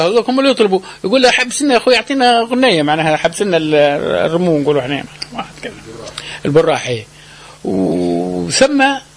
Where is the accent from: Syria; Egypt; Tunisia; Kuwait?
Tunisia; عندنا في مارس